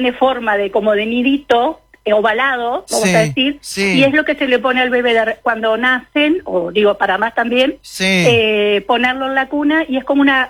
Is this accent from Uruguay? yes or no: yes; Tacuarembó, Uruguay